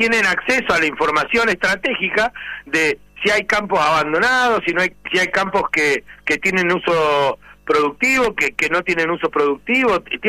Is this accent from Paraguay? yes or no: no; Patagonia, Argentina; para nosotros los patagónicos, el agua es nuestro recurso más estratégico.